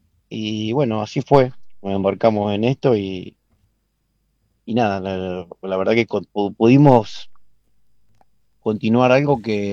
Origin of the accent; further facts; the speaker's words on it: Pedernales, Buenos Aires Province, Argentina; Yo soy nacido y vivo en Pedernales, que es acá cerquita.